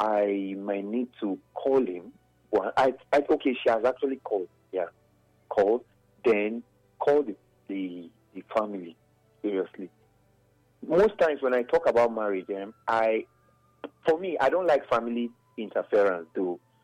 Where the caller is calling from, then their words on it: Mopa, Nigeria; I'm calling from Mopa.